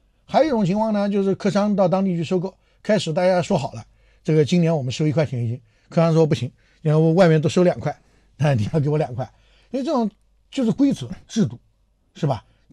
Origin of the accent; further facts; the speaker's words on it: Anhui, China; 我是安徽人嘛